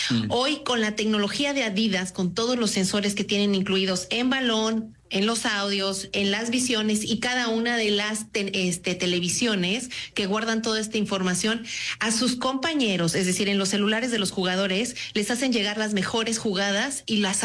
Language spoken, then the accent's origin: Spanish; Mexico; me encanta ser mexicana.